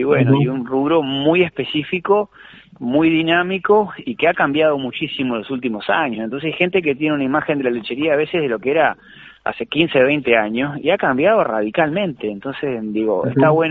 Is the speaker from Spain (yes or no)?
no; Florida, Uruguay; Yo soy de acá de Florida